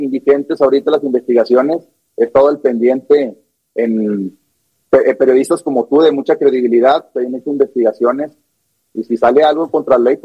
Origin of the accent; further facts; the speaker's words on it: Nuevo León, Mexico; trabajar por la gente de mi estado